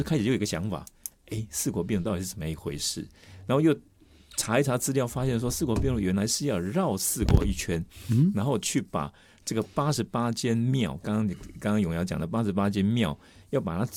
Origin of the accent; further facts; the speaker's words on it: Taiwan; 原来我们台湾这边花莲跟真言宗其实关系很深